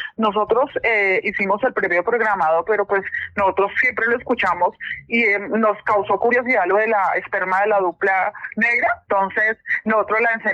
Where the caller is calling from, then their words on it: Puerto Nare, Antioquia, Colombia; Yo estoy llamando aquí de Puerto Nara, Antioquia.